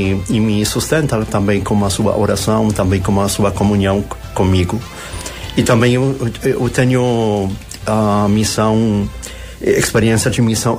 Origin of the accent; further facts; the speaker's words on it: Poland; Portuguese is a second language; moved away as an adult; now in Brazil; eu sou polonês e fui também enviado aqui de uma comunidade.